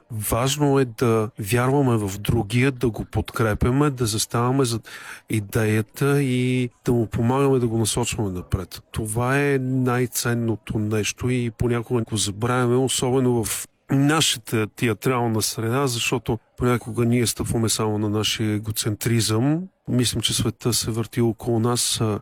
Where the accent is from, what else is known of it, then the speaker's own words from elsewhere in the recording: Lovech, Lovech Province, Bulgaria; moved away as an adult; also born or lived in Pleven; когато за пръв път приех на 29 години да стана директор на театъра в родния ми град Ловеч